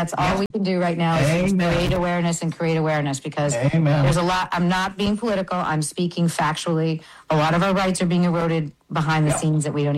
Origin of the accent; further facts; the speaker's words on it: New York, United States; also born or lived in Brazil; I'm born and raised in New York. I was born partially. I mean, I was raised, you know, a lot in Brazil because my mother is Brazilian.